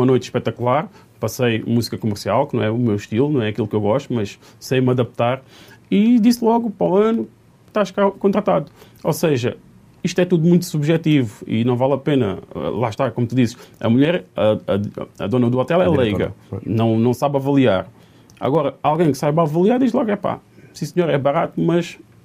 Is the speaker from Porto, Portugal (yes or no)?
no; Moita, Setúbal, Portugal; also born or lived in Alentejo; Sou da Margem Sul, sou da Moita.